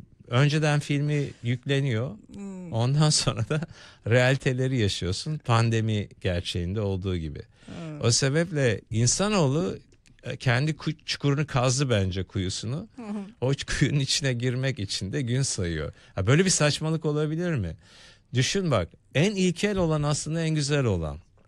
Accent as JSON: {"language": "Turkish", "region": "Istanbul", "country": "Turkey", "tie": "born there", "said": "Ben Zeytinburnu doğumluyum."}